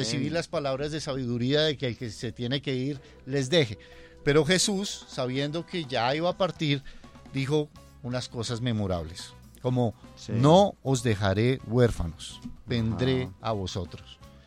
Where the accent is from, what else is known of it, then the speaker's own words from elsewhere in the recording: Colombia; born there; gloria a Dios que nacimos aquí en Colombia